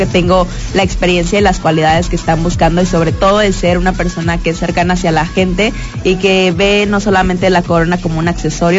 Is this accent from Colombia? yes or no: no; Tuxtla Gutiérrez, Chiapas, Mexico; Soy de Tuxtla.